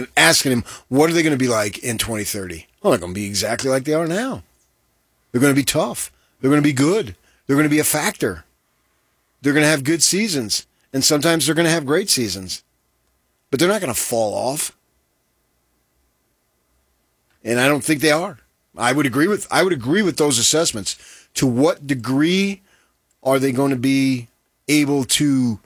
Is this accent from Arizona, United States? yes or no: yes; Phoenix, Arizona, United States; Growing up in Phoenix, Ohio State can crank out 20,000.